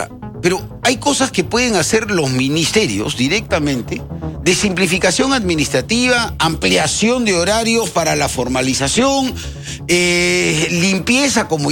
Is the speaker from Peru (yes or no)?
yes; Peru; Somos nosotros, los peruanos